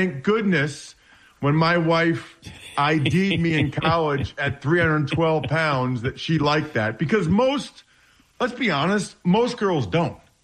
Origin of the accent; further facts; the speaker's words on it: United States; Taylor's from my hometown, so I've known her family for over 20 years.